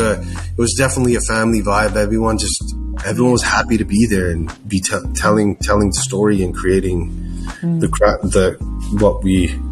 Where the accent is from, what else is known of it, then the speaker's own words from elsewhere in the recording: England, United Kingdom; born there; I was born in England